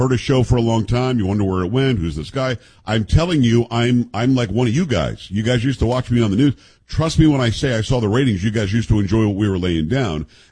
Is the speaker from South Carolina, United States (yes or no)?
no; Florida, United States; moved away as an adult; also born or lived in Saginaw, Michigan / Albany, New York; now in San Antonio, United States; Those markets are obviously where I grew up in South Florida.